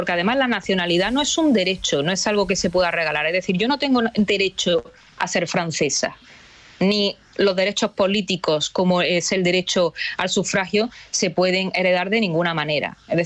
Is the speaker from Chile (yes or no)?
no; Spain; a día de hoy su voto y el mío, como españoles que somos, cada vez vale m